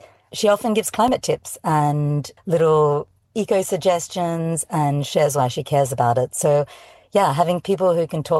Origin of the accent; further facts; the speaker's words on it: Australia; And obviously, as an Australian, many of us live on the coastline and have this deep longing to return to the ocean.